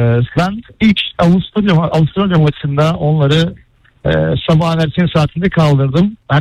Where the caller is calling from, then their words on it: Istanbul, Turkey; İstanbul Kartal'dan arıyorum sizi.